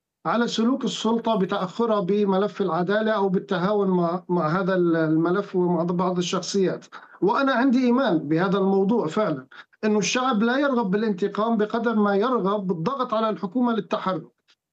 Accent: Syria; في جزء من ذهنية تفكير الأسد نحن كشعب سوري مسؤولين عنه

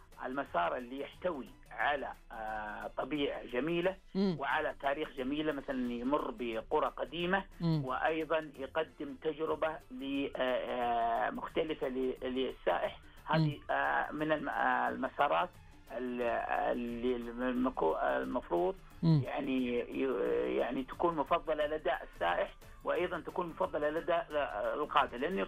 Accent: Taif, Makkah Province, Saudi Arabia; مسار المخاضة عندنا في الطائف

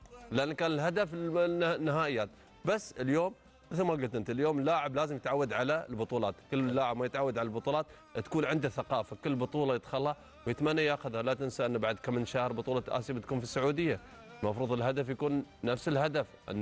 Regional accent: Saudi Arabia; كسعودي بطولة

